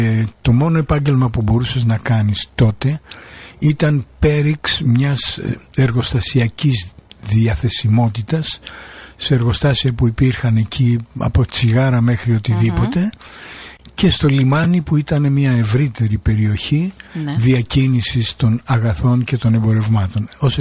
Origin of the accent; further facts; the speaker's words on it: Piraeus, Attica, Greece; Γεννήθηκα και μεγάλωσα στην Αγία Σοφιά, στον Πειραιά. Ο πατέρας μου ήταν πρόσφυγας από τη Μικρά Ασία.